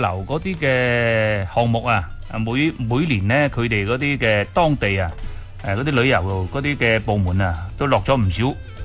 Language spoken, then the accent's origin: Cantonese; Guangdong, China; 我们本身广东人呢喜欢去玩水